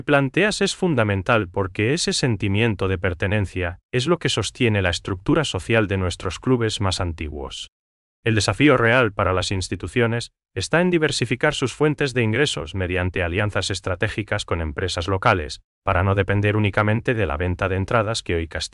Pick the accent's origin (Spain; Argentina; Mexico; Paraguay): Paraguay; esa identidad barrial que tanto nos identifica como paraguayos